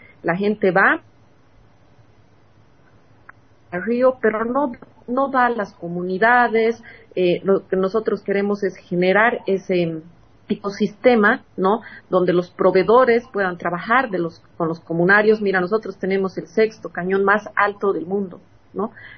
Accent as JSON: {"language": "Spanish", "region": "Tarija", "country": "Bolivia", "said": "Y tenemos 11 municipios, además con una diversidad. Tenemos altiplano y Chaco."}